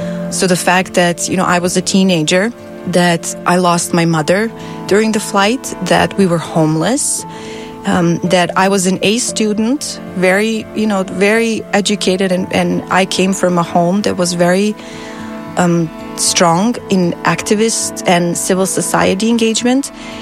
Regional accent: Republika Srpska, Bosnia & Herzegovina; English is a second language; I was born and raised on the Serbian side.

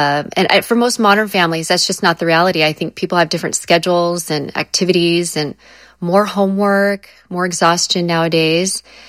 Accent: California, United States; I'm from Southern California.

